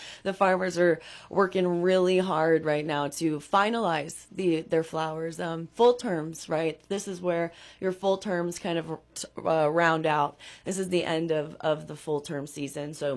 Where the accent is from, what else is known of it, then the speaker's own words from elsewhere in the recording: Nevada County, California, United States; when we were young, growing up in Nevada County